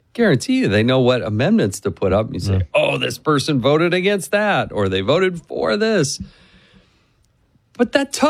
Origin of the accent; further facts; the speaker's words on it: Utah, United States; the senator from my home state of Utah